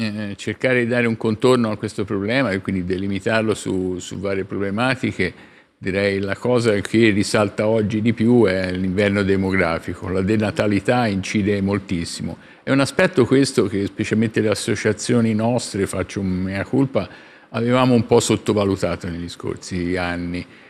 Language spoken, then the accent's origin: Italian; Livorno, Tuscany, Italy; io vengo da una città che non è poi piccolissima, sono di Livorno